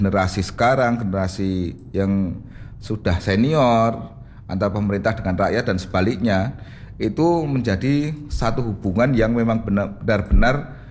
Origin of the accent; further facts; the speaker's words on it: Surakarta, Central Java, Indonesia; Kalau orang Jawa, kita orang Solo